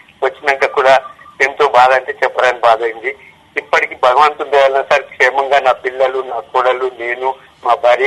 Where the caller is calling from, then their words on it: Nizamabad district, Telangana, India; మాది నిజామాబాద్ జిల్లా సిరికొండ మండలం యావనంద్ గ్రామం నుంచి మాట్లాడుతున్నా